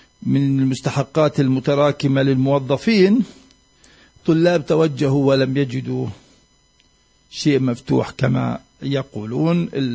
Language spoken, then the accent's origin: Arabic; Palestine; علينا كفلسطينيين